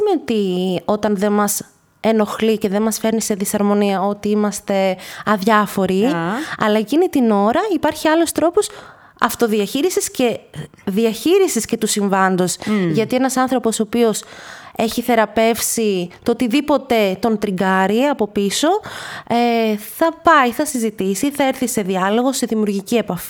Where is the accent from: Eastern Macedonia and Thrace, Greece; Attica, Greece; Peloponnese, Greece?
Eastern Macedonia and Thrace, Greece; Komotini; είμαι από εδώ, είμαι από την Κομοτηνή.